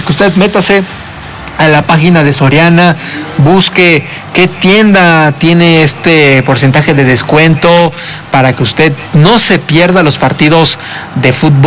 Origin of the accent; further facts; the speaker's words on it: Mexico; lo que somos como mexicanos